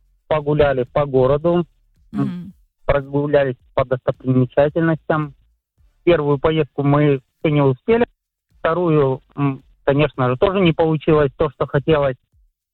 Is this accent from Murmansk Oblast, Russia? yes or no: yes; Kandalaksha, Murmansk Oblast, Russia; А, Мурманская область, Кандалакша.